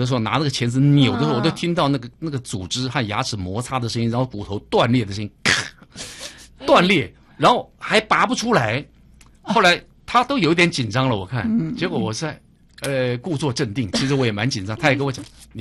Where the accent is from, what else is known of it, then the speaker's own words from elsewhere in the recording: Taiwan; accent: waisheng (mainlander) accent in Taiwanese Hokkien; 我们都在台湾呢、啊，我们都是台湾人呢、啊